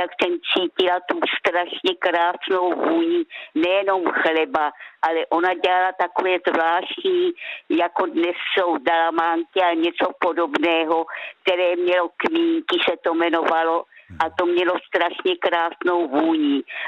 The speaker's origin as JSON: {"language": "Czech", "town": "Rohatec", "region": "South Moravian Region", "country": "Czechia", "tie": "born there", "said": "Narodila jsem se v Rohací u Hodonína"}